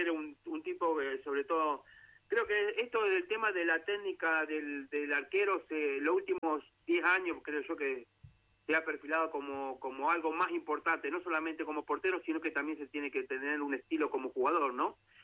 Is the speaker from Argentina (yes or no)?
yes; Argentina